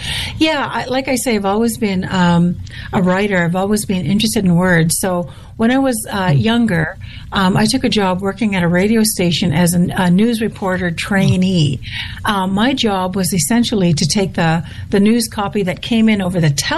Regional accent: Manitoba, Canada; now in Fort Saskatchewan, Canada; I'm from Manitoba. No, I was born in Manitoba, and I go home as frequently as I can. I came back from being back home about a month ago, but I now live in Alberta. I live outside of it, in a little town called Fort, believe it or not, Fort Saskatchewan, Alberta.

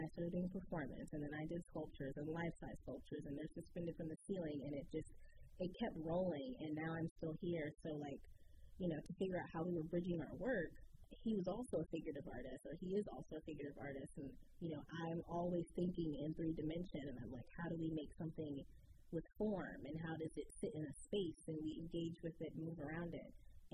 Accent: Richmond, Virginia, United States; born there; myself as an American, African-American artist born here

